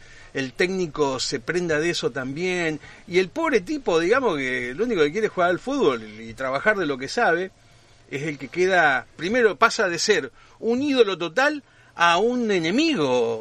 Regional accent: Argentina; hoy somos argentinos

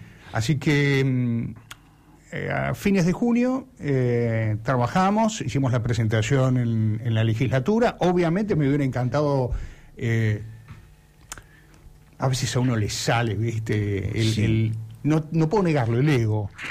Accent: Argentina; es un deber de cada uno de nosotros como ciudadanos argentinos.

